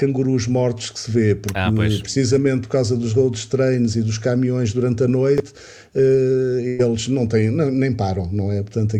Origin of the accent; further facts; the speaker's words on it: Angola; born there; Eu talvez como africano, porque eu nasci em Angola, e ao viver ainda muito tempo em Angola, acho que muda uma coisa. Estou mais habituado à África do que a maior parte das pessoas que saem da Europa e que vão para a África.